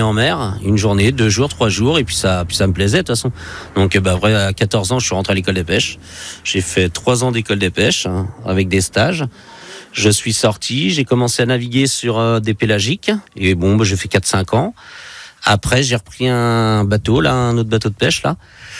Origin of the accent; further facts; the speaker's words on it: Saint-Gilles-Croix-de-Vie, Pays de la Loire, France; je suis de Saint-Gilles-Croix-de-Vie. Donc, depuis tout petit déjà, mes voisins c'était des marins pêcheurs. Depuis tout petit j'étais bercé dedans